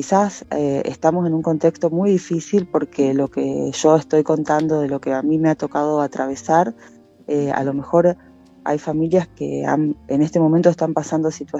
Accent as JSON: {"language": "Spanish", "country": "Argentina", "said": "nosotros como sociedad argentina"}